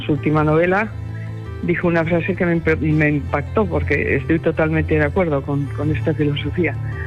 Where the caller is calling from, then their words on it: Palma, Balearic Islands, Spain; de Palma.